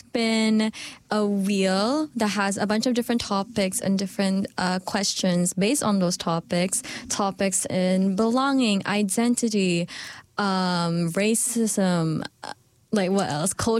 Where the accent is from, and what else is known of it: Philippines; born or raised there; moved away